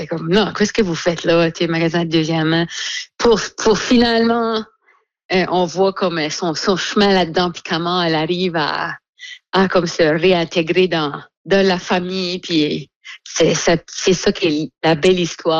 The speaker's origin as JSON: {"language": "French", "town": "Dieppe", "region": "New Brunswick", "country": "Canada", "tie": "born or raised there", "lives_now": "Shediac, Canada", "said": "moi j'ai grandi à Dieppe, fait qu'on allait aux Frenchies à Moncton quand j'étais petite. Puis la star, j'habite à Shediac, il y a un Frenchies à Shediac."}